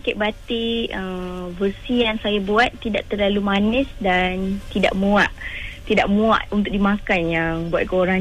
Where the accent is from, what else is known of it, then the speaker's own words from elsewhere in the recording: Sabah, Malaysia; now in Kuala Lumpur, Malaysia; Saya berasal daripada Sabah dan sekarang menetap di KL.